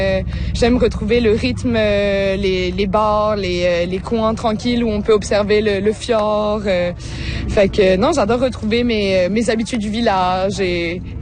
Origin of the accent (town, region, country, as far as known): Réunion; born or raised there